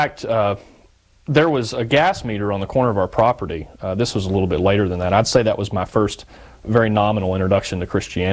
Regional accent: Arkansas, United States; You know, I grew up in an area where the Catholic Church was not a very prominent church. I grew up in Northwest Arkansas.

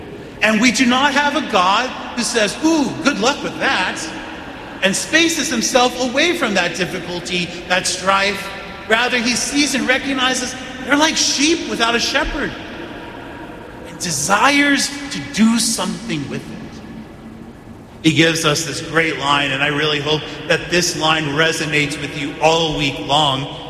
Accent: Texas, United States; I grew up in West Texas. We didn't have amber waves of grain. We had cotton. My grandparents picked cotton when they were little.

